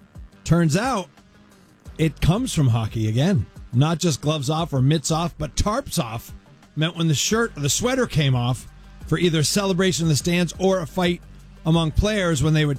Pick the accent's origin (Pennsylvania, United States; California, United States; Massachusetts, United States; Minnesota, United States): Massachusetts, United States; I grew up knowing it in Massachusetts